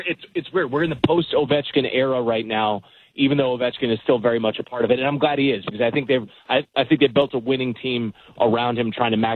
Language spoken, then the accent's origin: English; Mid-Atlantic, United States; You know, I grew up in the Mid-Atlantic, so the Orioles were the only game in town.